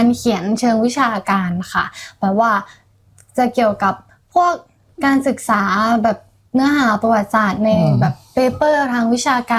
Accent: Phrae, Thailand; now in Bangkok, Thailand; โตที่แพร่ค่ะ

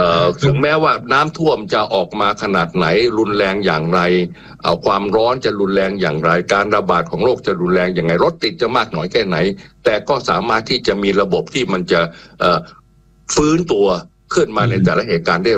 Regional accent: Bangkok, Thailand; ผมภูมิใจฮะในฐานะคนกรุงเทพ

